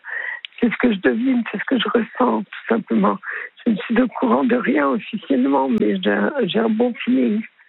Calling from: Paris, Île-de-France, France; Après quoi, j'ai quitté Paris. Je suis allée continuer mes études d'agronome en gestion des ressources humaines. Mmh. Et ensuite, je suis revenue à Paris.

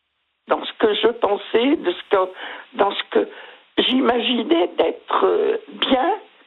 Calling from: Mâcon, Bourgogne-Franche-Comté, France; lui est à Auxerre, moi je suis sur Mâcon.

